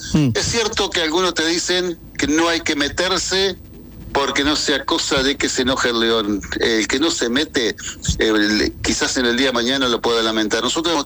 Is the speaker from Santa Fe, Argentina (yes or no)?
no; Entre Ríos, Argentina; como bien argentinos y entrerrianos que somos